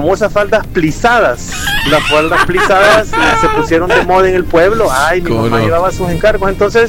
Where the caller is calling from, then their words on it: Comasagua, La Libertad, El Salvador; yo soy del pueblo de Comasagua, mi mamá tuvo tienda, pero una tienda de ropa, que solo funcionaba sábados y domingos.